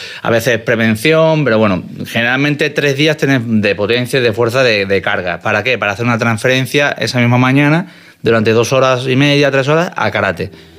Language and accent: Spanish; Málaga, Andalusia, Spain; Yo soy de Málaga, obviamente, estudié el bachillerato en Málaga.